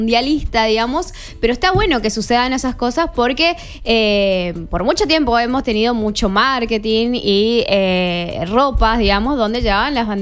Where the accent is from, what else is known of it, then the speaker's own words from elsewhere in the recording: Argentina; somos argentinas y somos nación